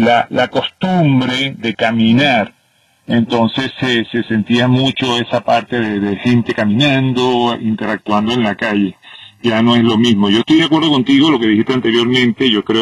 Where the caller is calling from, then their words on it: Sweetwater, Florida, United States; Bueno, yo estoy para la parte de Sweetwater, ¿verdad? Un poquito más arriba de Flagler.